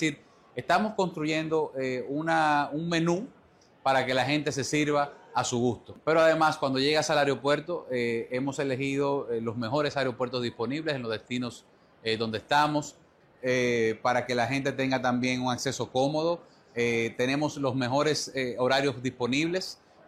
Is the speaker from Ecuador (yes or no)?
no; Dominican Republic; eso que tanto nos caracteriza como dominicanos